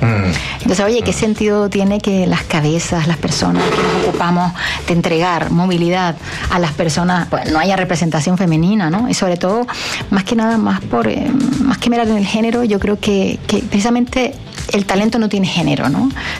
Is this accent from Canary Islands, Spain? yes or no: yes; Canary Islands, Spain; now in Chile; Que yo vengo de Canarias, en España